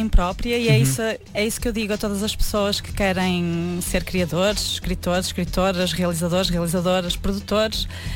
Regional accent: Rio Tinto, Norte, Portugal; Eu sou de Rio Tinto, 4435.

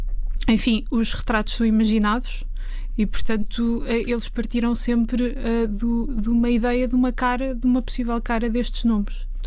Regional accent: Lisbon, Portugal; também como lisboeta e como uma pessoa que vive nessa cidade.

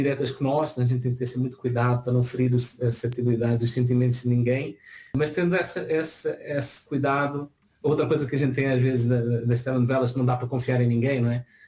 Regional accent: Odivelas, Lisbon, Portugal; now in Brazil; Eu tenho que dizer que sou de Lisboa, porque se eu disser Odivelas ninguém entende direito.

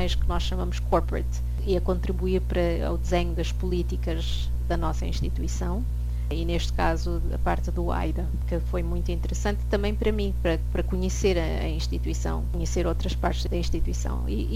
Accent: Mozambique; moved away; also born or lived in London

